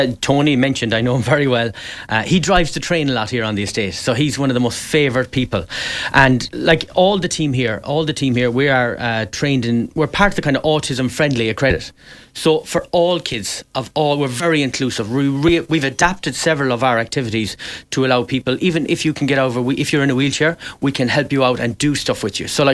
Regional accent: Westport, Connacht, Ireland; Well, it's a thing generationally. We always, I grew up outside Westport, we always had a family membership.

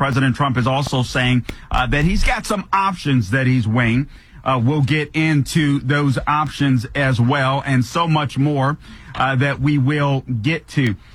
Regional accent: Florida, United States; You also have Congresswoman Maria Salazar in my home state of Florida in the Miami area

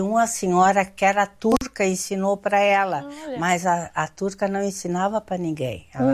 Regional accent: Pinheiro Machado, Rio Grande do Sul, Brazil; born there; Eu nasci na campanha. É. Eu nasci em Pinheiro Machado. No município de Pinheiro Machado.

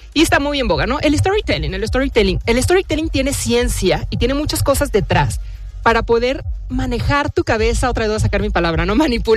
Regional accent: Mexico; Yo, sí es cierto, yo soy mexicano, yo echo la mano

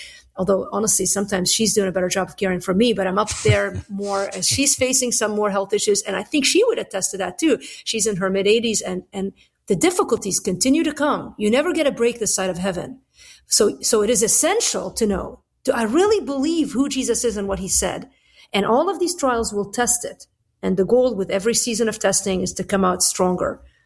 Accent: Lebanon; now in United States; Like, I'm Lebanese. I grew up in Lebanon.

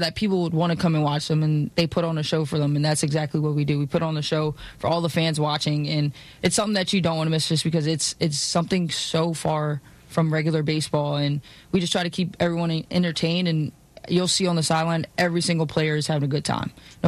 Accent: Philadelphia, Pennsylvania, United States; We're from Philly.

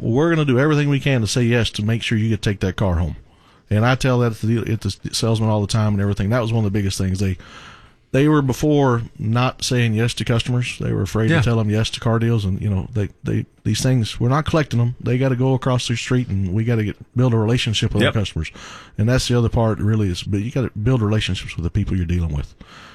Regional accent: Gordon, Texas, United States; now in near Godley, United States; I grew up in Gordon, which is west of Fort Worth, 60 miles, and it's a small, small town.

